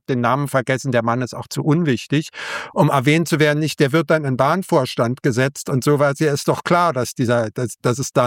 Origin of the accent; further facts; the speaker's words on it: Berlin, Germany; born there; Also wir sind, wie gesagt, wieder beide Jahrgang 66. Ich bin in West-Berlin geboren, also hatte das Glück, auf der westlichen und nicht der östlichen Seite geboren zu werden.